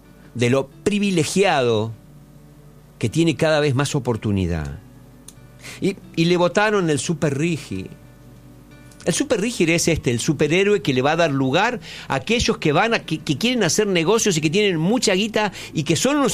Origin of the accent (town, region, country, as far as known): Argentina